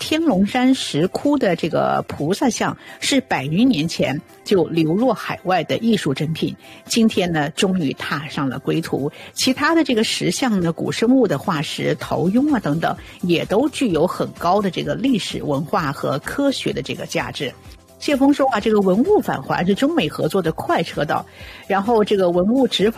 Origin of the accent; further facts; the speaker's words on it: Canada; Winter Blue 对我们加拿大人的影响也还是蛮大的